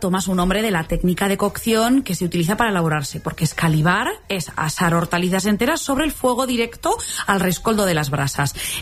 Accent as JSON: {"language": "Spanish", "region": "Aragon", "country": "Spain", "said": "Sí, es verdad que no me escondo, como buena aragonesa, yo en mi casa lo que hago es frita"}